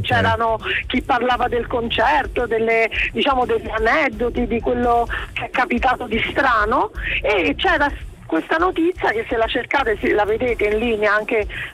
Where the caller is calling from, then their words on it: Rome, Lazio, Italy; io sono romana